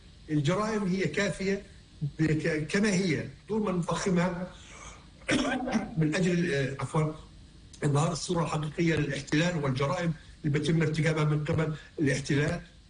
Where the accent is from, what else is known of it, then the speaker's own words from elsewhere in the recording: Palestine; اللي احنا بنعيشه كفلسطينيين تحت الاحتلال